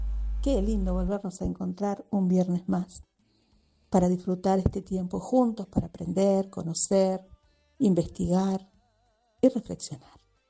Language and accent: Spanish; Montevideo, Uruguay; born there; Nací en Montevideo, soy muy citadina, me gusta mucho la ciudad, soy uruguaya, uruguaya.